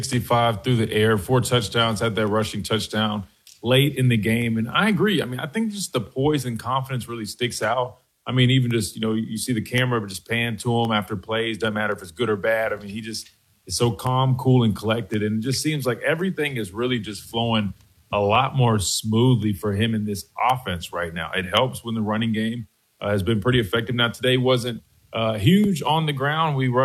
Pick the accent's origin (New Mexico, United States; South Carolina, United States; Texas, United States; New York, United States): South Carolina, United States; Columbia; I mean, when you talk about South Carolina, that is my hometown team, right? I'm from Columbia, South Carolina, right in the backyard of the Gamecocks.